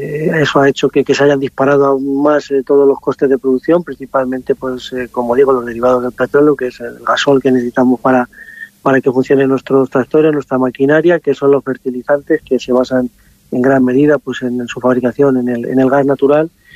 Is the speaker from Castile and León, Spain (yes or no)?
yes; Sinlabajos, Castile and León, Spain; y aquí estamos en mi pueblo, Sin Lavajos.